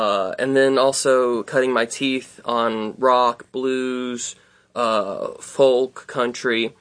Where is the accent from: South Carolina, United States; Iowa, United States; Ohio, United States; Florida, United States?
South Carolina, United States; moved away as an adult; now in New York City, United States; I come from County Pickens, South Carolina. And that's where I grew up for most of my life. Growing up in the church